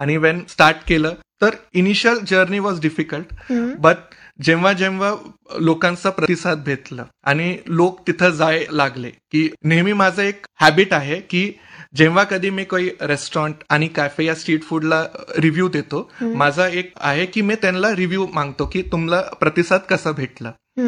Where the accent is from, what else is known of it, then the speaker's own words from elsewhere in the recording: Chhatrapati Sambhajinagar, Maharashtra, India; also born or lived in Sagar, Madhya Pradesh; सागर मध्य प्रदेशला आहे. Okay. पर माझी जन्मभूमी मध्य प्रदेश आहे, पण माझी कर्मभूमी महाराष्ट्र आहे. तर अगदी from my Kinder garden I am staying in Sambhajinagar only. तर जेव्हा कोणीतरी निगेटिव्ह बोलतो ना सिटी बद्दल तर मला खूप राग येतं. सो मला खूप प्रेम आहे सिटीला. तर माझं कम्प्लीट एज्युकेशन सगळं काय इथंच झालं आहे.